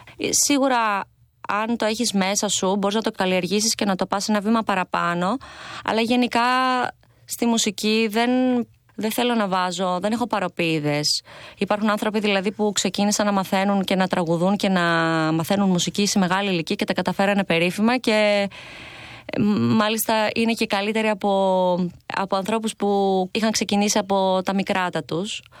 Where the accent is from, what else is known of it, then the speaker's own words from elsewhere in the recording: Edessa, Central Macedonia, Greece; moved away as an adult; also born or lived in Arta; Είμαι από την Έδεσα